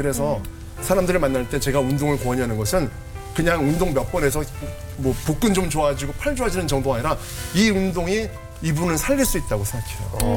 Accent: Seoul, South Korea; 제가 자란 곳이 태어난 곳이 청량리예요.

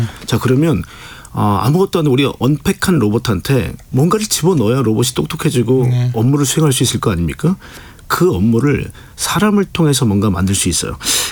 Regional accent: Seoul, South Korea; 서울 사람이라서 그런지 몰라 지역감정이 별로 없습니다.

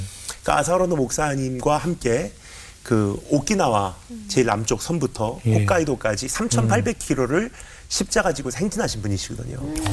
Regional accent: Japan; 제가 이제 일본에서 자랐잖아요.

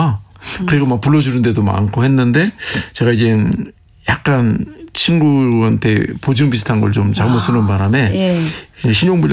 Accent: South Korea; 근데 제가 사정을 했어요. 내 한국에서 왔는데 안 되는 영어로 진짜 사정을 했어요.

